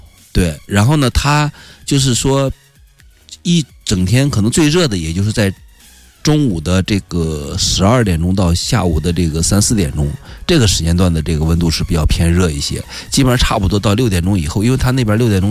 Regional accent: Yuncheng, Shanxi, China; 包括跟我们山西运城，它基本上在同一个位置

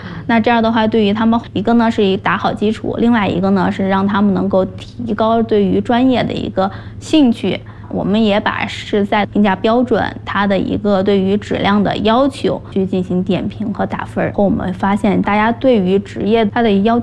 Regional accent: Beijing, China; 我其实是一个从小在北京长大的，在北京上学

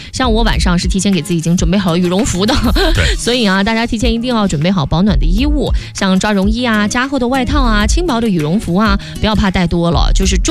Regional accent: China

